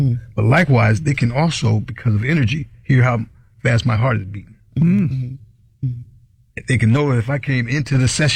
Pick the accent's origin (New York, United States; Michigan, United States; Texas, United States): New York, United States; Hudson Valley; growing up in New York in Hudson Valley